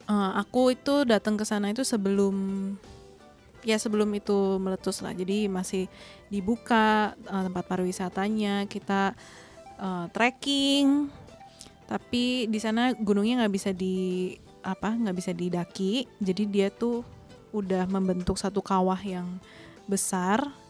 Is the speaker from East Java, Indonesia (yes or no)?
no; Bandung, West Java, Indonesia; born there; now in Jakarta, Indonesia; Sebenarnya aku lahir di Bandung. Keluarga besar aku semua orang Bandung, tapi kami tinggal di Jakarta, jadi merantau gitu.